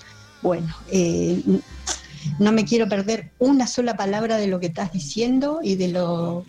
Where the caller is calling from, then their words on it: Palermo, Buenos Aires, Argentina; de Palermo.